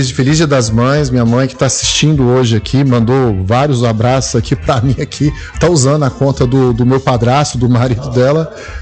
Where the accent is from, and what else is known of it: Brazil